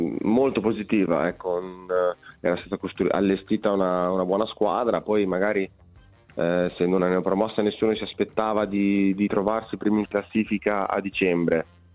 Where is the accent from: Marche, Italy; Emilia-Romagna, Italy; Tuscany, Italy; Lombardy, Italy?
Emilia-Romagna, Italy; Ravenna; Ma a distanza non tanto, perché alla fine io sono di Ravenna